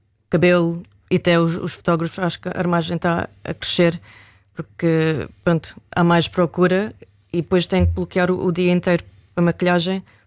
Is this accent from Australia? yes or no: yes; Australia; now in Portugal; Na Austrália, está. Então, onde eu cresci.